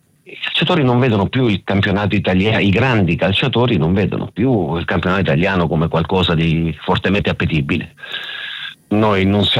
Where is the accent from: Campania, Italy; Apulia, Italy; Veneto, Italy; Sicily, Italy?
Apulia, Italy; Taranto; la mia città natale Taranto